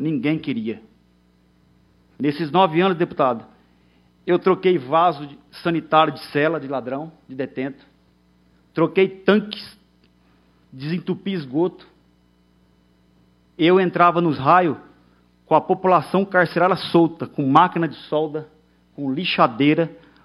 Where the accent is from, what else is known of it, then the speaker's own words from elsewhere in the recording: Mirandópolis, São Paulo, Brazil; Sou da cidade de Mirandópolis, conterrâneo Fábio Jabá. Conhece meus pais.